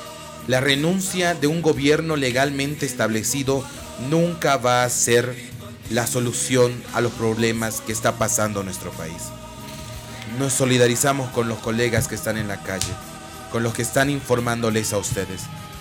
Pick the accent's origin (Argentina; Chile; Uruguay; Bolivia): Bolivia; Somos bolivianos.